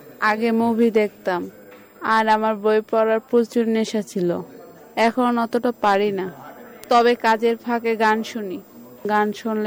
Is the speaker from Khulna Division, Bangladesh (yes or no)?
yes; Kushtia, Khulna Division, Bangladesh; now in Barisal, Bangladesh; Kushtia Osmanpur.